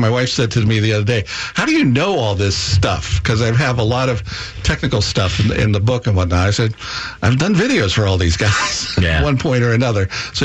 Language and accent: English; Massachusetts, United States; now in Frederick, United States; I'm from Taxachusetts